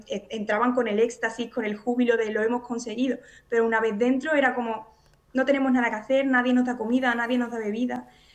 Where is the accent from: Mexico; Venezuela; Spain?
Spain; Seville, Andalusia; moved away as an adult; now in Ceuta, Spain; Yo llevo aquí 3 años, soy de Sevilla.